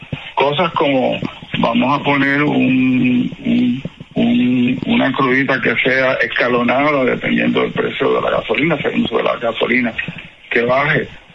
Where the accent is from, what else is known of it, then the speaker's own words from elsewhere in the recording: Puerto Rico; Esa es la mala memoria que tenemos como puertorriqueños.